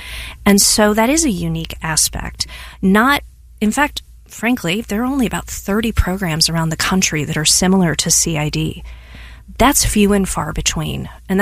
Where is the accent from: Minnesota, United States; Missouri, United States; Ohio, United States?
Missouri, United States; St. Louis; I hear stories like mine all the time, where I grew up in St. Louis and I went away to college and I found myself back at home over a holiday break.